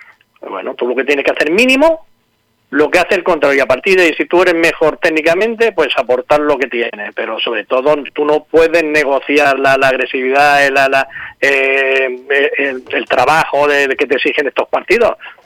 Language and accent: Spanish; Terrassa, Catalonia, Spain; yo soy de Tarrasa, soy a 6 kilómetros de Sabadell.